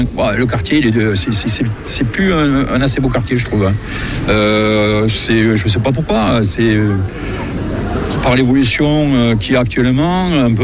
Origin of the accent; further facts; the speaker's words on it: Montauban, Occitanie, France; Alors je suis né à Montauban, certes, j'habitais un quartier qui s'appelait Ville-Bourbon, mais dans ma tendre enfance, les quartiers c'était comme des petits villages, ceux qui n'existent plus maintenant.